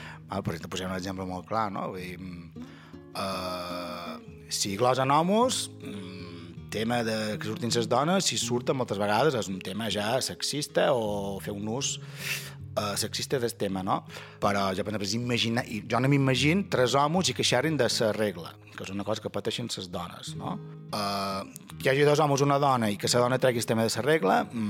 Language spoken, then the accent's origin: Catalan; Ferreries, Balearic Islands, Spain; Sant Joan és molt polit el que vulgueu, però jo som de Ferreries i crec que Sant Bartomeu pues, és molt més.